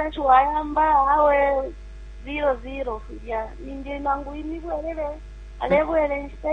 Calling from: Kabwe, Central Province, Zambia; calling within Kawe.

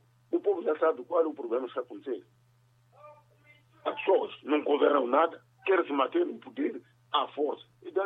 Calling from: Maputo, Maputo City, Mozambique; falo de Maputo.

